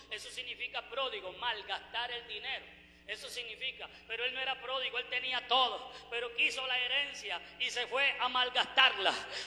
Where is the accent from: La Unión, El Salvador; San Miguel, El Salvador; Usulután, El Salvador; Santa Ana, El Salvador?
Usulután, El Salvador; Jucuapa; yo soy de Jucuapa.